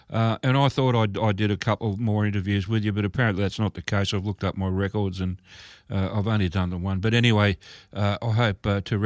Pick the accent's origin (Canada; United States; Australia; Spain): Australia; Melbourne, Victoria; And I'm a Melbourne boy, you know. I grew up, born and raised in Melbourne, so I'm a city boy.